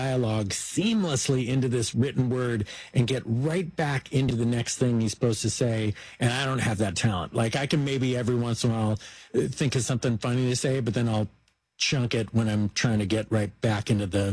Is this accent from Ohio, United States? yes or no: no; Oakland, California, United States; born there; I was born in Oakland.